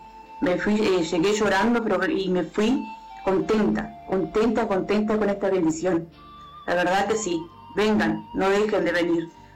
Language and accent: Spanish; Javier de Viana, Artigas, Uruguay; Yo vengo de Javier de Viana y traje a mi compadre de Pueblo Sacaíra.